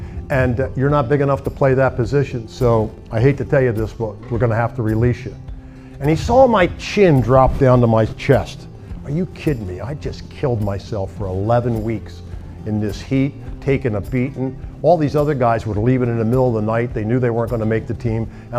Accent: Philadelphia, Pennsylvania, United States; the Philadelphia Eagles, my hometown.

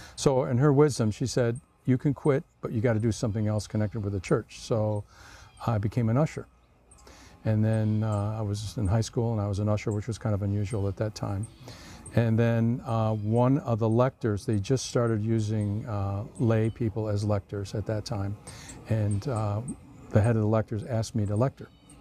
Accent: Michigan, United States; moved away; also born or lived in Oregon; I'm from Michigan originally

